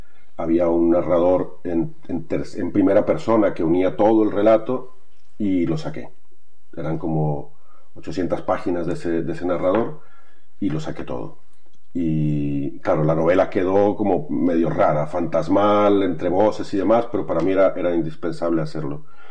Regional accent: northern Mexico, Mexico; moved away; Yo soy del norte de México

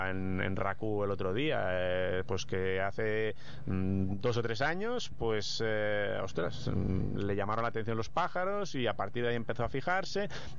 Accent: Catalonia, Spain; en Cataluña no tenemos la traducción

